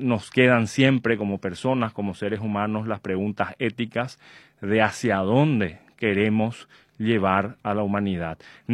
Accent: Paraguay

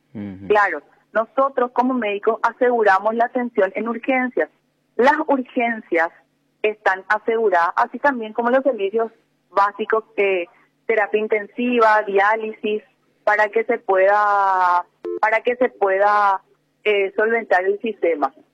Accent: Paraguay

